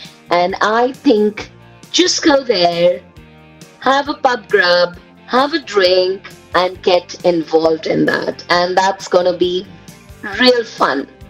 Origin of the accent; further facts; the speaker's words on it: Delhi, India; now in Altrincham, United Kingdom; So originally I'm from Delhi, India, but it's been 26 years, so an eternity I've been in this country, so I feel very much a part now